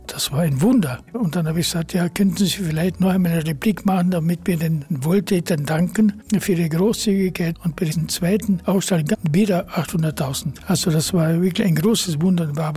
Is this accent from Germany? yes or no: no; Austria; Er hat mich vorgestellt, ich bin aus Österreich.